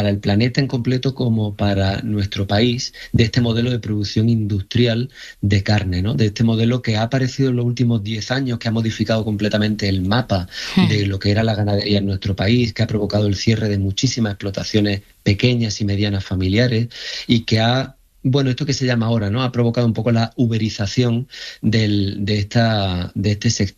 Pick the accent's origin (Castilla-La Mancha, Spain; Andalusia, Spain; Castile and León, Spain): Andalusia, Spain; Jaén; soy de Jaén y de familia que ha trabajado el campo